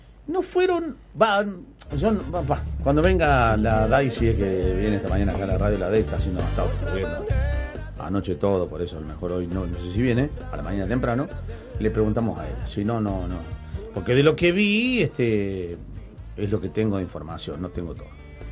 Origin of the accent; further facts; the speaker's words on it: Bell Ville, Córdoba, Argentina; born there; Como los tres nacimos en Belleville.